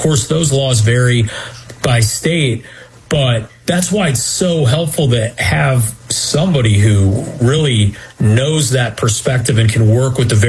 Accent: Florida, United States; especially my home state of Florida

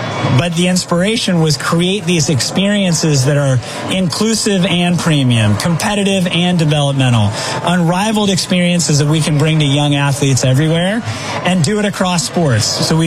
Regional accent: Whittier, California, United States; also born or lived in Englewood; You know, I was born in Englewood, raised in Whittier, so East LA. We were broke a couple times over

